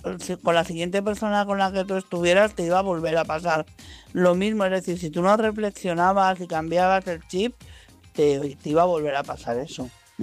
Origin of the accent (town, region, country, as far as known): Madrid, Community of Madrid, Spain